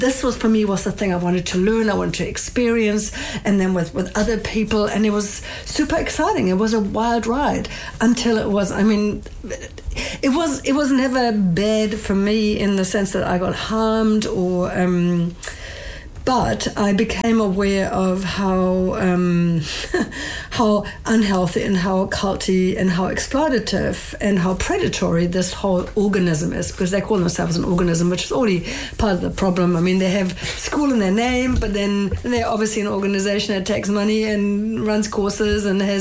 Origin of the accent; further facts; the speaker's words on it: Germany; moved away as an adult; now in New Zealand; I'm from Germany originally. We're quite direct people, yeah. And then I've been, you know, living in New Zealand for the last 23 years.